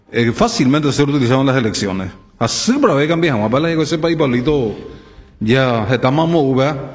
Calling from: Paraguay

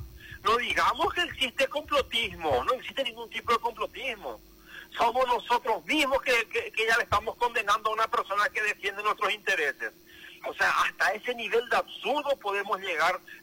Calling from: Paraguay

